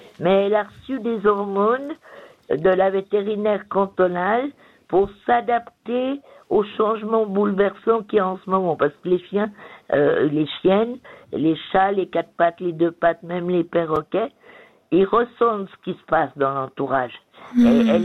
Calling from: Vaud, Switzerland; Je suis une vraie vaudoise.

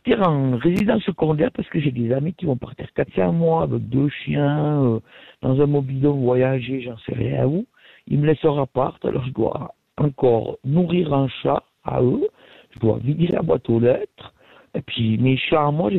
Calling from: Valais, Switzerland; je suis du Valais

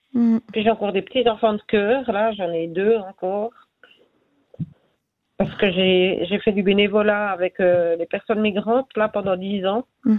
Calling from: Delémont, Jura, Switzerland; j'habite à Delémont.

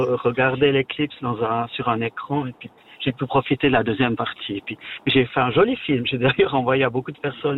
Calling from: Valais, Switzerland; je suis valaisan, encore.

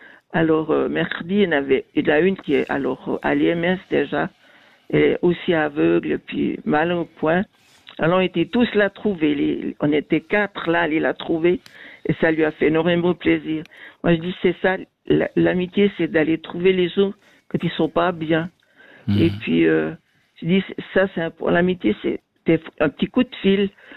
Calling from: Fribourg, Switzerland; moi j'habite au Gruyère, j'organise en Gruyère.

